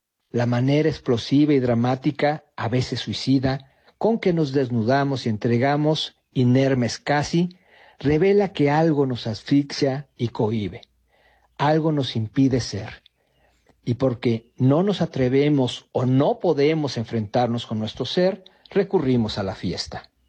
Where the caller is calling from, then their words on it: Cuernavaca, Morelos, Mexico; Cuernavaca, Morelos.